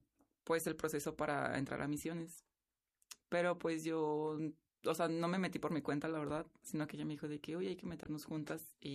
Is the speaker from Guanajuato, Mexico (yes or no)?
yes; Guanajuato, Mexico; born there; now in León, Mexico; yo soy de Guanajuato capital, de hecho. Sí, allá mi tierra natal.